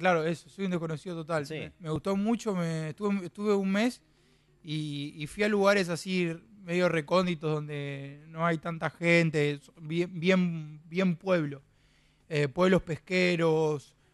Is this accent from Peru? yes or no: no; Florencio Varela, Buenos Aires Province, Argentina; Además, me crié en Varela, en Bosques.